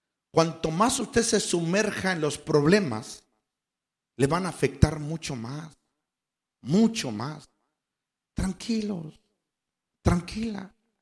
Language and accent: Spanish; Michoacán, Mexico; now in United States; yo soy de la Peña Colorada. Allá de un rancho, por allá, por Tangamanapio. Entonces, gracias al Señor que llegué aquí y los años que Dios me ha permitido vivir aquí